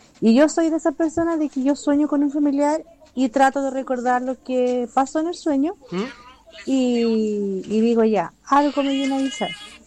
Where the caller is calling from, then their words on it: Molina, Maule, Chile; Acá yo soy de Molina